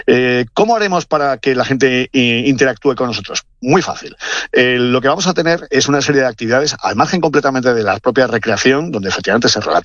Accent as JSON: {"language": "Spanish", "country": "Spain", "said": "para los españoles"}